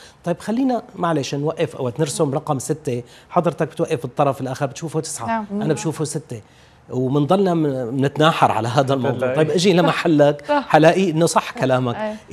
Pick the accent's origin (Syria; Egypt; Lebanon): Syria; بلدنا سوريا